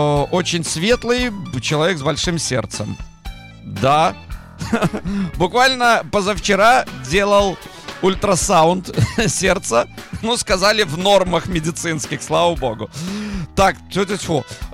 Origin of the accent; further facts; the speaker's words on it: Belarus; accent: Belarusian; несмотря на свой белорусский говор где-то и акцент.